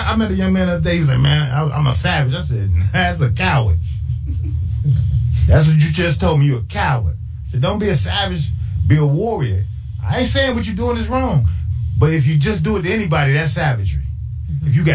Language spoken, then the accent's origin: English; Chicago, Illinois, United States; I'm from Burnside. I grew up in that area. Well, I'm from the other side of King.